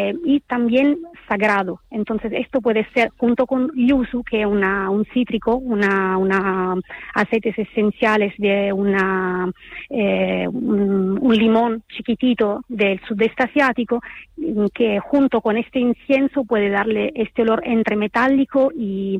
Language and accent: Spanish; Italy; yo soy de origen italiana